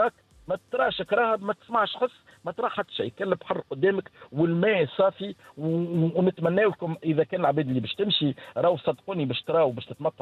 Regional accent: Tunisia; اللي عندنا في تونس

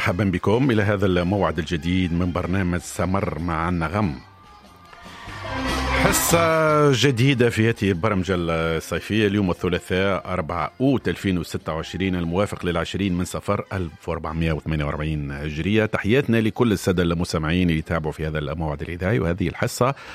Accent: Tunisia; accent: Tunisian dialect; احنا نقوله نستنى بلهجتنا التونسية.

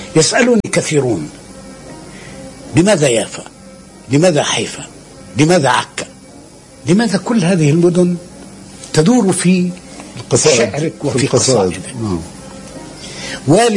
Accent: Gaza, Gaza Strip, Palestine; كنت طفلا صغيرا، وكان ذلك في 27 من رمضان عام 1936. كان هناك الإضراب الكبير، كنا مجموعة من الأطفال نلعب في ميدان بحارة الزيتون اسمه ميدان باب الدارون، حيث يقع بيتي

